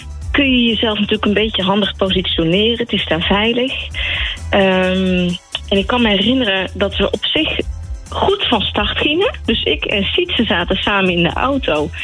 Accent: North Brabant, Netherlands; moved away as an adult; also born or lived in Amsterdam; We studeerden in Amsterdam, maar ik ben een Brabantse.

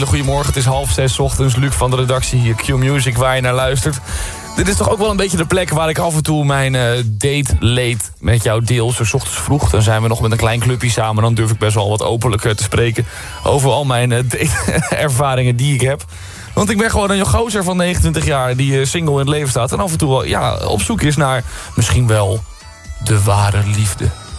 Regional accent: Utrecht, Netherlands; Zelf kom ik uit Utrecht.

